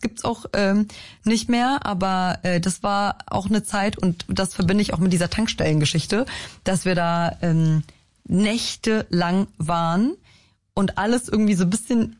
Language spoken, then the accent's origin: German; Germany; born there; now in Berlin, Germany